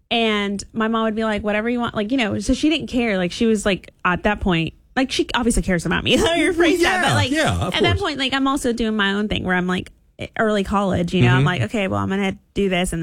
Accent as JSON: {"language": "English", "region": "Texas", "country": "United States", "tie": "born or raised there", "said": "However, I will say, okay, growing up in Texas, we would go to maybe this is a Lone Star thing, but we would go, or Southeast Texas thing, I should say."}